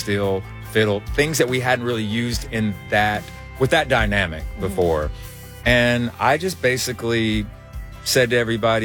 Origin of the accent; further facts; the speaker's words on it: Knoxville, Tennessee, United States; I grew up in Knoxville, Tennessee.